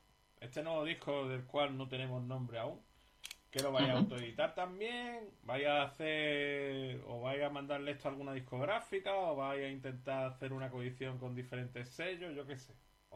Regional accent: Melilla, Spain; desde Melilla, desde mi tierra, aquí en Dale Punk y Dale.

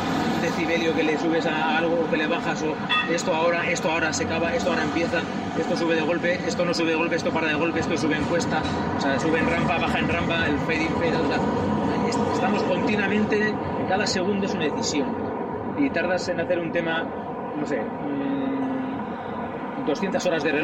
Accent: Basque Country, Spain; Yo vengo de Berges, que es un pueblo más pequeño, menos ruidoso, pero en efecto, pero al final tiene su óxido, tío, pero es un óxido amable, tío

